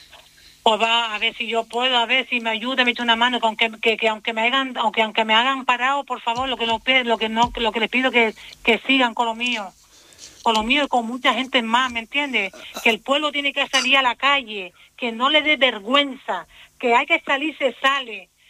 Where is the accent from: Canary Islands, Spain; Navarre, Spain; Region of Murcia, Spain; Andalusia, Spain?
Canary Islands, Spain; es como todo canario que somos, un techo.